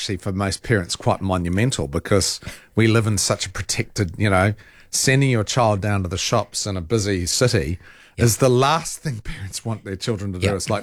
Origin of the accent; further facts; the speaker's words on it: Rotorua, Bay of Plenty, New Zealand; when I was growing up in Rotorua, of course, I still remember.